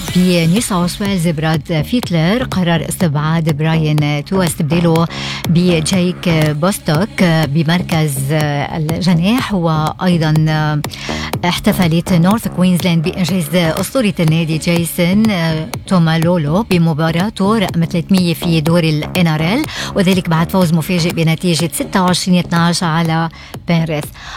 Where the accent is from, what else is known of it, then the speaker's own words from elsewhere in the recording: Lebanon; عنا بلبنان